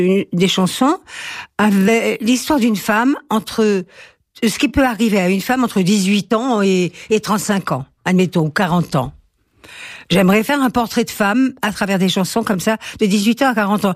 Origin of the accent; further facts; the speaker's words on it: Algeria; moved away as an adult; now in Paris, France; j'ai fait mes études en Algérie